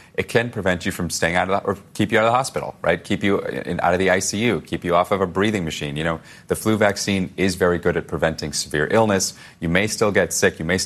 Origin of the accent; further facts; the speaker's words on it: Arizona, United States; it's really the western U.S. states like, you know, Washington and California and my home state of Arizona.